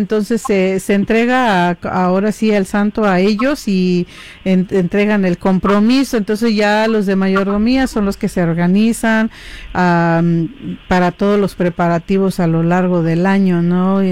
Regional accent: San Juan Mixtepec, Oaxaca, Mexico; now in Baja California, Mexico; Mi pueblo se llama, en nuestra propia lengua, se llama Ñusnúbico. Los más ancianos de mi pueblo le dicen Ñusnúbico por el hecho de que está como colina, ¿no? En la encima de la colina, claro, donde baja la nube.

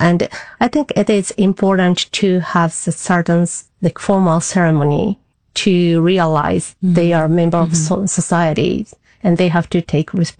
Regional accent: Japan; also born or lived in Canada; Since this is my home country and I have lived here for almost entire my life

